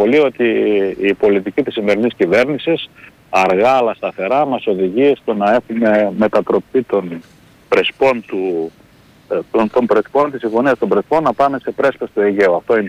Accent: Kastoria, Western Macedonia, Greece; Δηλαδή εγώ είμαι Καστοριανός, είμαι Μακεδόνας Έλληνας.

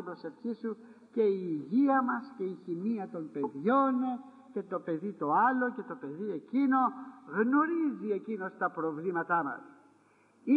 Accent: Corfu, Ionian Islands, Greece; Στην πατρίδα μου την Κέρκυρα πουλάνε το πορτοκάλι όταν ακόμα οι πορτοκαλιές ανθοφορούνε.

